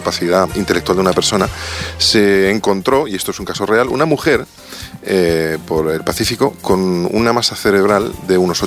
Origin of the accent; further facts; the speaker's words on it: Region of Murcia, Spain; Claro, tú eres como yo, murciano. Claro. Y hemos crecido en la huerta, claro.